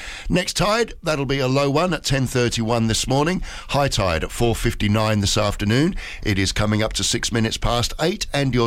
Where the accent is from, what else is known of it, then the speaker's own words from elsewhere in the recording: East of England, United Kingdom; born there; I was born in Essex. Can't you tell?